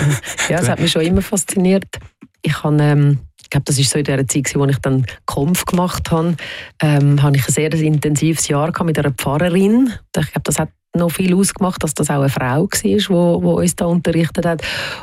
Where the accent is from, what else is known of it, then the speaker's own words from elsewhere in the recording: Switzerland; habe halt immer wirklich sehr stark das spanische Element bei mir daheim. Auf der anderen Seite bin ich hier in der Schweiz aufgewachsen und habe sehr behütete Kindheit gehabt. Ich bin ein Waldkind gewesen. Ich bin neben dem Wald aufgewachsen.